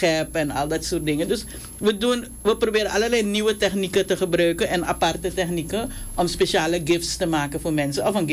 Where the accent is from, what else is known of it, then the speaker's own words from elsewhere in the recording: Suriname; wij als Surinamers